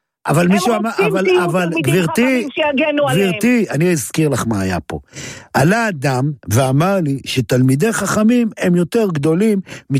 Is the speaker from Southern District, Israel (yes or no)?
no; Safed, Northern District, Israel